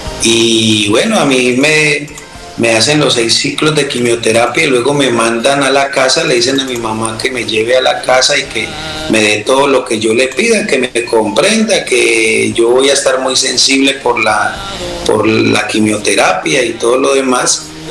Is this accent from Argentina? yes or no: no; Alcalá, Valle del Cauca, Colombia; moved away as an adult; now in Cali, Colombia; me dio por venirme de mi tierra natal, Alcalá Valle, a vivir a la capital del Valle.